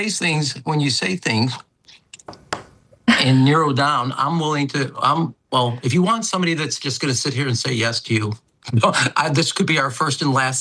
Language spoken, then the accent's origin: English; Chicago, Illinois, United States; Now, I'm from Chicago. We think we kind of understand corruption